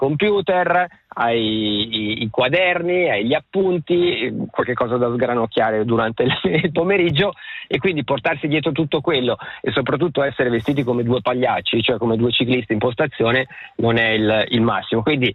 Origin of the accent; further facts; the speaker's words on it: Stabio, Ticino, Switzerland; io sono di Stabio